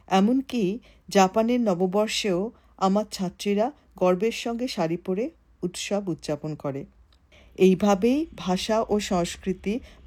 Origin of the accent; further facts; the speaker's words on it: Kolkata, West Bengal, India; now in Japan; আমি কলকাতার একটি বড় যৌথ পরিবারে জন্মেছি ও বড় হয়েছি।